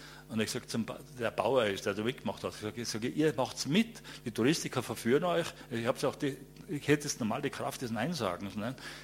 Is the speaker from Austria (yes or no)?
yes; Tyrol, Austria; bei mir in meiner Heimatgemeinde in Reitemalbachtal ist der kommerzialisierte Almabtrieb erfunden worden.